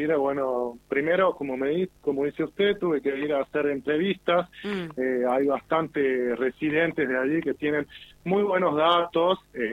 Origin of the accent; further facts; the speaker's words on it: Las Juntas, Catamarca, Argentina; yo también vengo de Las Juntas, vivo en Las Juntas